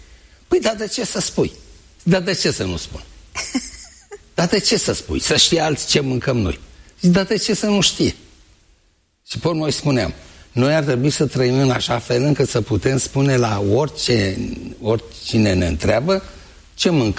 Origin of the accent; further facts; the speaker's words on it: Alexandria, Teleorman, Romania; Și noi ne jucam prin curțile vecinilor cu copiii din Alexandria, orașul meu natal